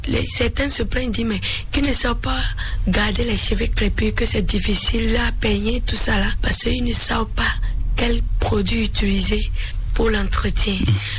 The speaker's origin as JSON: {"language": "French", "country": "Benin", "said": "Chez nous, en Bariba, on dit pori pori."}